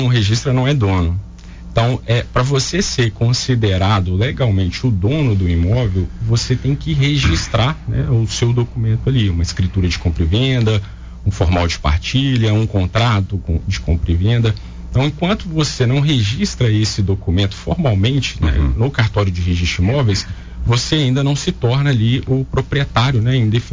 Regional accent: Minas Gerais, Brazil; now in Coronel Fabriciano, Brazil; Sou do Vale do Aço, mas em Fabriciano mesmo há 7 anos.

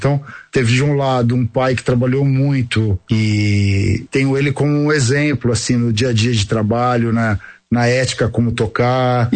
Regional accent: São Paulo, Brazil; Sou de São Paulo, eu sou paulistano, nascido no Jabaquara

